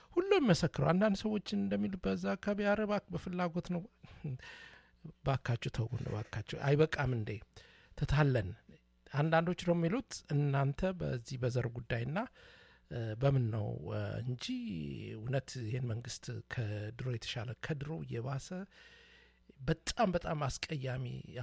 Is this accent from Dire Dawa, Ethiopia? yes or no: yes; Dire Dawa, Ethiopia; እኔ ድሬዳዋ ተወልጄ ነው ያደኩል ግዜ ነው